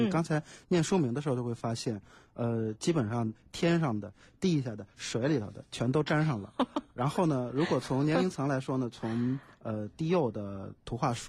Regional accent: China; 我们中国人

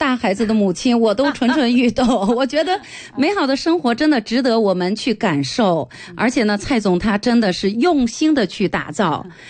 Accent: Yan'an, Shaanxi, China; 就是我是延安人，我是土生土长的陕北人

